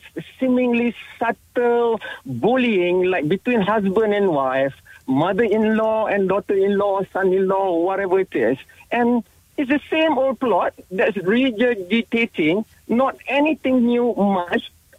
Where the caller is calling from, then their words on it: Malaysia; I'm a Malaysian